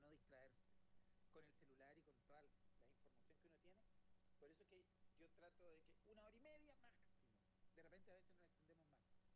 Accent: southern Chile, Chile; De donde yo vengo, yo soy del sur de Chile

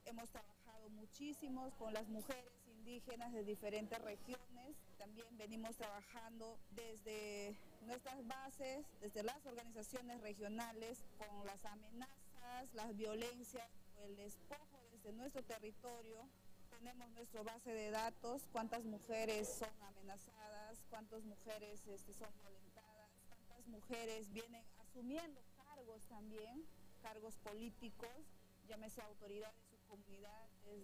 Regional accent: Ucayali, Peru; de la etnia Xeninca, soy de Perú. Estoy ubicada en la región Ucayali, en la provincia de Atalaya

